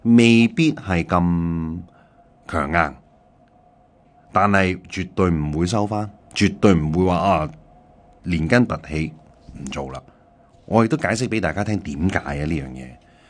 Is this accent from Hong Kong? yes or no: no; Canada; 但係我而家睇嗱，老实啲讲呀，虽然我係加拿大人，我梗係唔希望呢样嘢啦